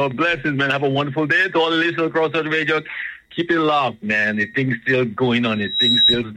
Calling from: New York City, New York, United States; … from Brooklyn

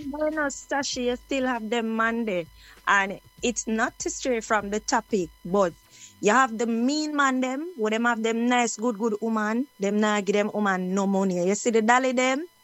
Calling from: Jamaica; No, we are Jamaican.

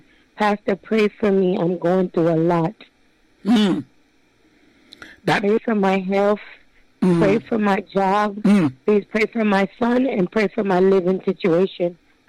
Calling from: Florida, United States

